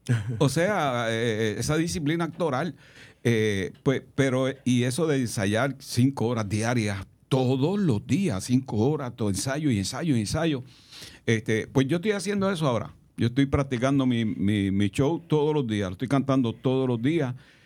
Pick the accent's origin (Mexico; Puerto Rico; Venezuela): Puerto Rico; La Pachanga; Tú sabes, yo soy de La Pachanga, Puerto Rico. Y de La Pachanga, Puerto Rico, pues la extensión, digo, va por Carlos y por los hijos de él y los hijos de sus hijos.